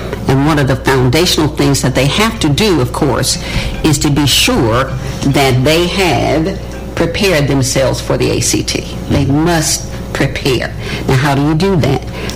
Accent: Forrest City, Arkansas, United States; Yes, and I grew up in Far East City.

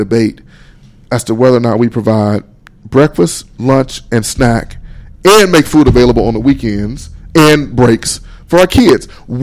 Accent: Pine Bluff, Arkansas, United States; Because I grew up in Pine Bluff. And I went to Watson Chapel Public School District all the way through.

